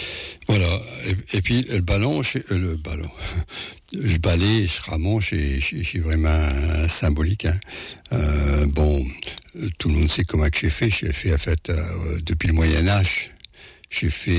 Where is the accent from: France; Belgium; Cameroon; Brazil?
France; Paris, Île-de-France